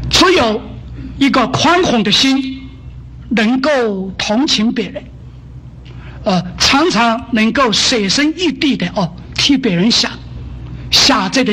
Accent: Sichuan, China; 我的家乡四川，

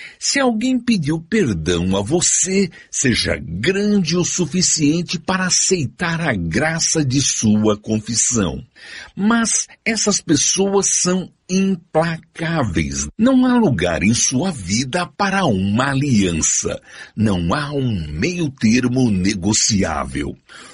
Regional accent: São Caetano do Sul, São Paulo, Brazil; Eu teria que voltar para a minha cidade onde cresci, São Caetano do Sul.

